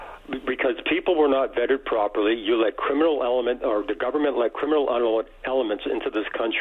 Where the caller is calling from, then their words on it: Ontario, Canada; I've seen it all here in Southern Ontario.